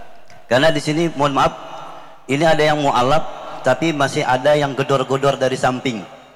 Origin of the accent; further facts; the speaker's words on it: Miau Baru, East Kalimantan, Indonesia; moved away; 90% Kristen. Nama kampung kami itu Miao Baru. Saya Dayak, Dayak Kayan Lekan.